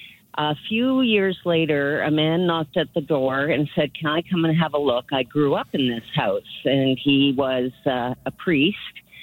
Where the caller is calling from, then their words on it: Charlottetown, Prince Edward Island, Canada; I live in the original neighborhood of Charlottetown, the original bank where the customs building is, the original fire hall.